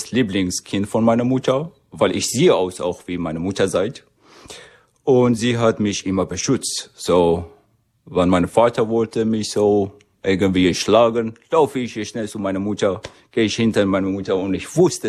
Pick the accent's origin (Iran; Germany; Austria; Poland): Iran; Kurdistan; German is a second language; moved away; Wir sind Kurde, wir sind Kämpfer.